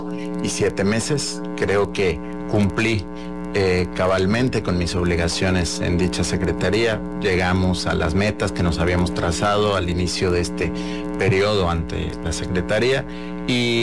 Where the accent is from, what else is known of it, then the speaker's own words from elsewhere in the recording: Villahermosa, Tabasco, Mexico; moved away; also born or lived in Mexico City; Y crecí en Villahermosa, Tabasco. Me fui a vivir a la Ciudad de México por motivos obvios. Mi papá fue nombrado presidente del PRD en ese entonces. Nos movimos toda la familia a la Ciudad de México.